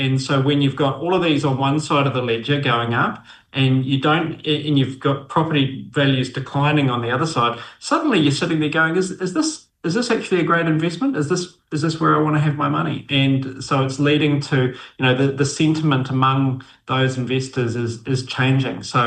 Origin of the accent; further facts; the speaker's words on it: New Zealand; it's property investment is sort of as Kiwi as an All Black eating a pavlova wearing jandals. You know, it's just what we do here, right?